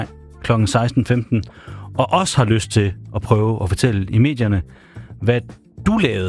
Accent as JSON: {"language": "Danish", "region": "Central Denmark Region", "country": "Denmark", "said": "Vi vil ikke kues længere, kan jeg også sige, som østjyde."}